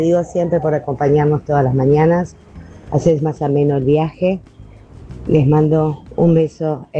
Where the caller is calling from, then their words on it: Buenos Aires, Argentina; de Liniers